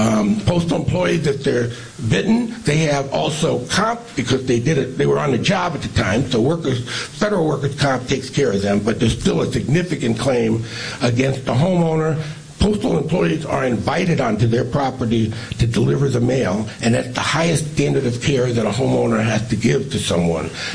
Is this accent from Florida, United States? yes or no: yes; Fort Lauderdale, Florida, United States; born there; also born or lived in New York/New Jersey area; now in Michigan, United States; We moved from the New York, New Jersey area down to Fort Lauderdale. He was transferred down to Florida.